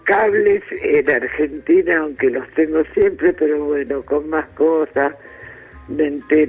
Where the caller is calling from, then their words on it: Greece; de Grecia.